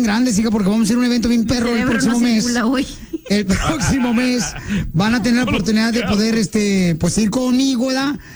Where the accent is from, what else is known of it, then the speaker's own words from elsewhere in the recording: Ocotlán, Jalisco, Mexico; Puede ser en Ocotlán, Jalisco, la pelea en mi tierra natal